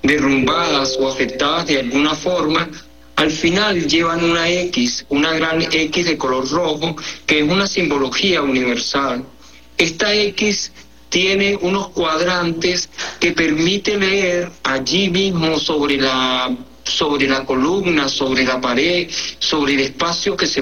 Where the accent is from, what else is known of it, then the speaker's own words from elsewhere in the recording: Venezuela; lo que nos corresponde como ciudadanos venezolanos